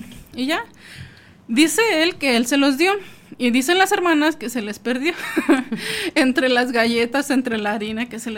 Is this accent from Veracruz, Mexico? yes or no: no; Ciudad Juárez, Chihuahua, Mexico; Sí, soy de aquí de Juárez.